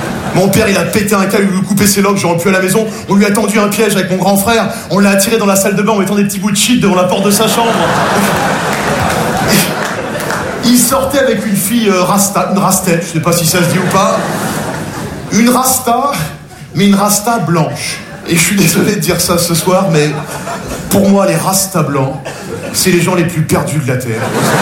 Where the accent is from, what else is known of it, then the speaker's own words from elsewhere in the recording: Nogent-sur-Marne, Île-de-France, France; J'ai grandi à Nogent-sur-Marne, je suis passionné avec toi. Petite banlieue très bourgeoise, genre la Marne, les guinguettes, la fête du petit vin blanc, vous connaissez?